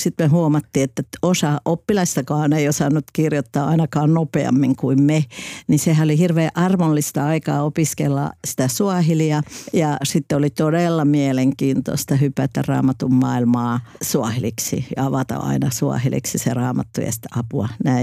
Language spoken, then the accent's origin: Finnish; Kilimanjaro, Tanzania